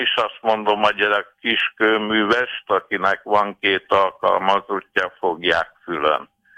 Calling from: Budapest, Hungary; Üdvözlöm, Budapestről vagyok.

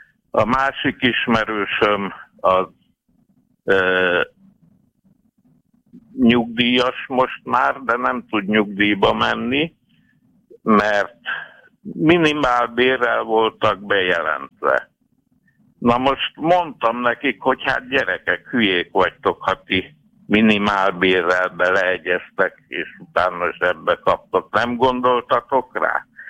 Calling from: Budapest, Hungary; Budapestről vagyok.

